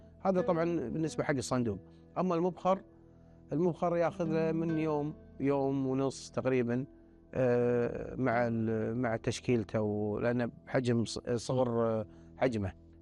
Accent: Kuwait; هنا عندنا بالكويت

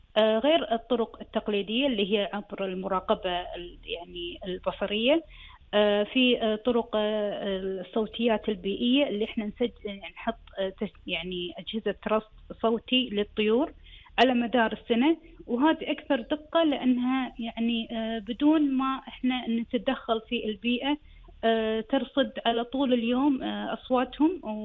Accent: Kuwait; فيتجمعون أول شيء عندنا بالكويت

